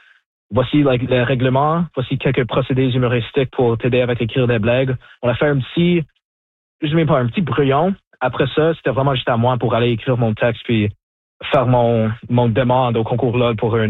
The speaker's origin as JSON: {"language": "French", "town": "Sault Ste. Marie", "region": "Ontario", "country": "Canada", "second_language": "French", "said": "j'étais un peu nerveux parce que je viens de Sault-Saint-Marie, donc j'étais toujours dans ma tête que c'est comme, ah, c'est mon français, c'est pas aussi bon que le français des autres."}